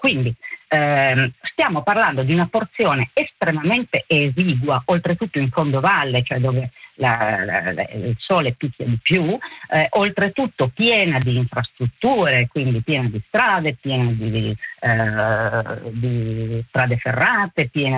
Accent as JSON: {"language": "Italian", "country": "Switzerland"}